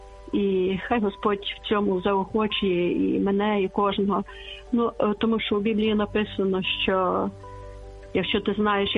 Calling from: Lviv, Lviv Oblast, Ukraine; Я зі Львова

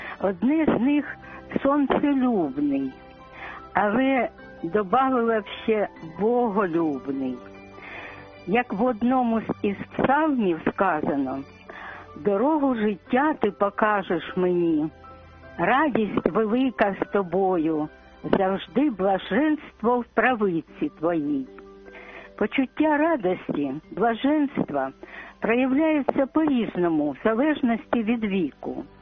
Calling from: Kharkiv, Kharkiv Oblast, Ukraine

